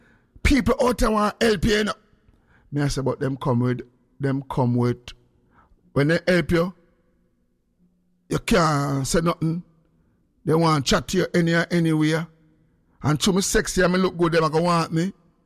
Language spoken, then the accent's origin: English; Jamaica; Especially when you're in a business as a Jamaican.